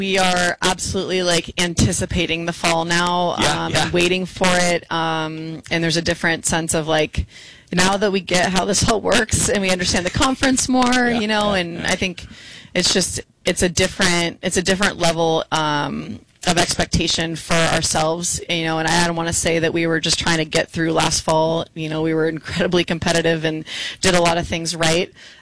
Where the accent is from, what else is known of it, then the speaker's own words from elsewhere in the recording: the Bay Area, California, United States; moved away; I'm from the Bay, so I had to make a Bay trip